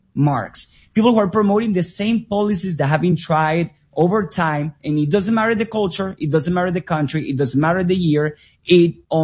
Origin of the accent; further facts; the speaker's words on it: Venezuela; now in United States; I was born and raised in Venezuela, but a trip to the United States when I was only 6 years old changed my life forever.